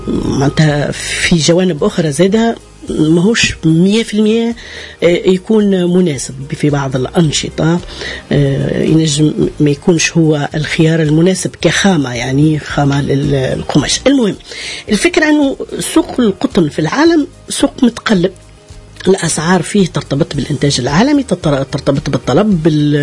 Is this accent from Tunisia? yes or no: yes; Tunisia; احنا في تونس يعني مناش نزرعوا